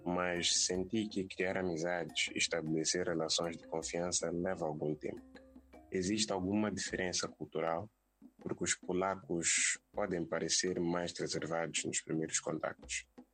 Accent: Mozambique; now in Poland; quando digo que sou moçambicano

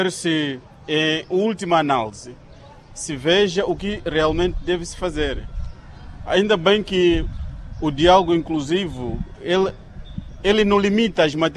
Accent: Mozambique; nós todos como moçambicanos

